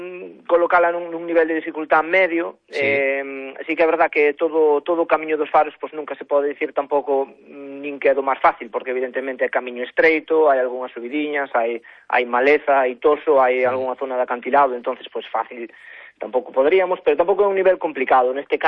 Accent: Vimianzo, Galicia, Spain; bueno, pues eu son de Vimianzo, sí, pero vivo en C

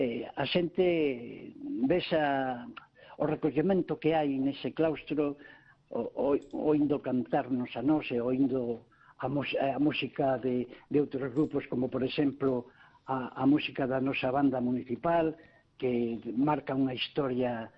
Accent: Cabanas, Galicia, Spain; born there; a vosa cidade, a Coruña, de onde son eu, eh? Eu nacín, non nacín no, no, na capital, eu nacín en un concello chamado Cabanas, ao lado de Pontedeume

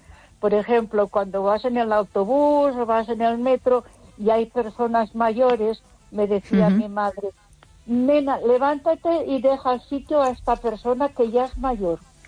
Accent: Ponferrada, Castile and León, Spain; Buenas noches, Esther. … de Ponferrada.

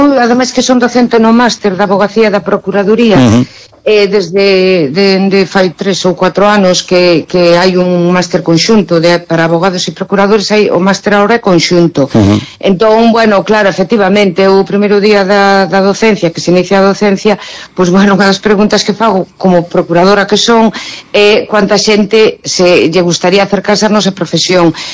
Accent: Cartelle, Galicia, Spain; no meu pobo, que eu son de Cartelle.

